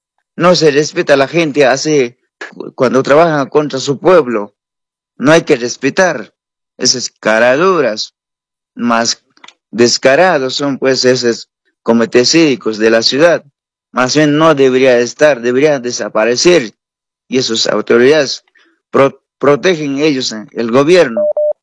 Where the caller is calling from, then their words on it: Cochabamba, Bolivia; muchos saludos desde la ciudad de Cochabamba